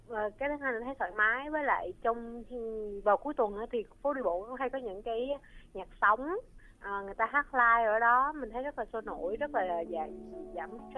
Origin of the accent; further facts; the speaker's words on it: Ho Chi Minh City, Vietnam; Mình từ nhỏ lớn sinh sống ở Hồ Chí Minh luôn bạn, nên là chắc cũng gần 30 năm rồi đó.